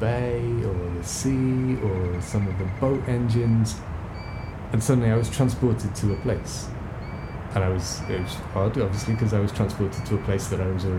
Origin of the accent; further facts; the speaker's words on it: Shetland Islands, Scotland, United Kingdom; You know, I grew up on the Shetland Islands, out in the middle of the North Sea.